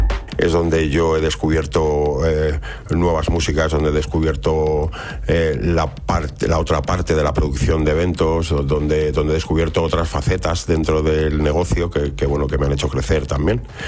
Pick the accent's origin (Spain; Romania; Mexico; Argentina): Spain; Toledo, Castilla-La Mancha; yo soy de Toledo, amo mi ciudad por encima de todas las cosas